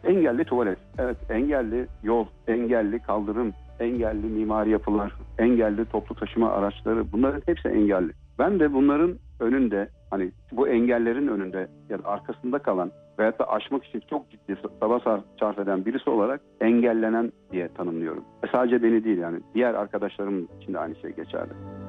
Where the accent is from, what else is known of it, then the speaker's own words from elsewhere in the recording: Kars, Turkey; also born or lived in Gölcük; 1976 Kars doğumluyum. İlk öğretimimi Kars'ta, diğer öğrenimlerimde Kocaeli'nin Gölcük ilçesinde tamamladım.